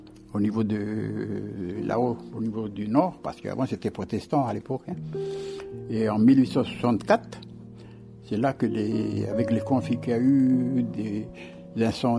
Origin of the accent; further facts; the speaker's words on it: Ouvéa, Loyalty Islands Province, New Caledonia; même si je suis loin d'Ouvéa, de ma tribu, ben, je donne quand même mon témoignage.